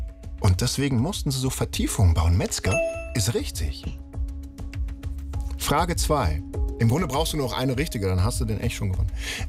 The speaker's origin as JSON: {"language": "German", "region": "Lower Saxony", "country": "Germany", "said": "Ich komme aus Niedersachsen, ich sollte erstmal wissen, was ein Duppeglas ist."}